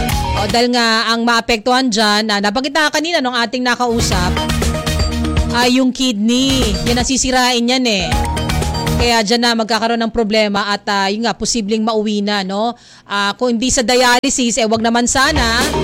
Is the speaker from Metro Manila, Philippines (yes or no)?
yes; Marikina, Metro Manila, Philippines; taga Marikina City ako. Na ilang beses na rin naka-experience ng mga pagbaha dyan.